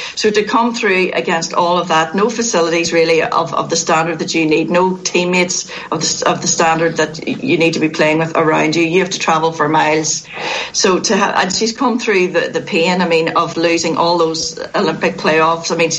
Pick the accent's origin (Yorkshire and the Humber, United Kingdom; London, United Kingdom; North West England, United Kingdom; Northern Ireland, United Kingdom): Northern Ireland, United Kingdom; Tyrone; when I was growing up in Tyrone.